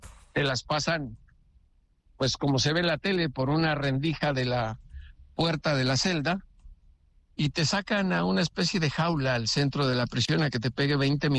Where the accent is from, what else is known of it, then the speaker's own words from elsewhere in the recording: Mexico; así somos los mexicanos y creo que ya es tiempo de que recapacitemos